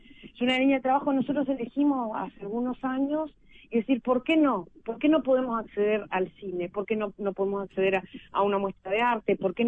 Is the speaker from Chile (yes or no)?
no; Uruguay; yo creo que uno como uruguayo tiene que reflexionar desde el punto de partida